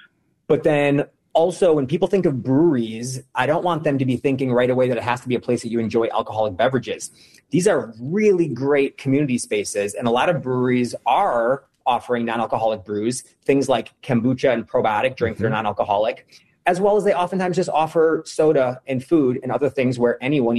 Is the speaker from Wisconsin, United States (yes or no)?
yes; Wisconsin, United States; I grew up in Wisconsin. And I come from a family that loves spending time outdoors.